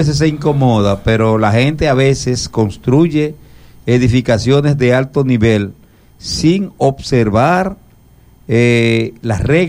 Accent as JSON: {"language": "Spanish", "country": "Dominican Republic"}